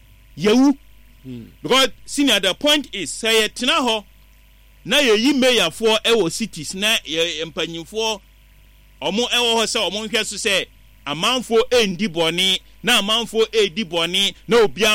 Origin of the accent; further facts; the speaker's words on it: Ghana; I'm more Ghanaian I'm a Musliman average Ghanaian including myself